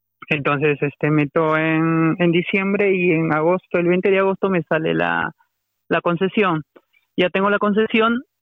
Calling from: Madrid, Community of Madrid, Spain; Me comunico de Madrid.

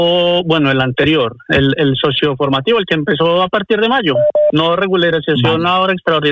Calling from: Madrid, Community of Madrid, Spain; de Madrid.

